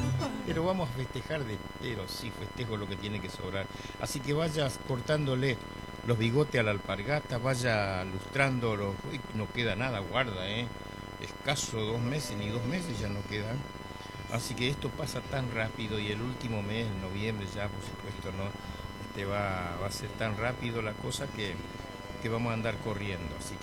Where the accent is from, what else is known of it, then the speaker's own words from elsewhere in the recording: Presidencia de la Plaza, Chaco, Argentina; moved away; Presidencia de la Plaza, mi pueblo, Presidencia de la Plaza